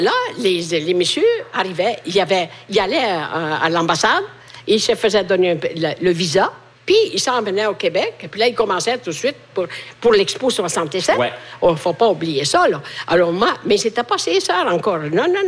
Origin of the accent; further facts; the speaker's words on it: Italy; French is a second language; now in Canada; Chez nous, en Italie, il fait chaud.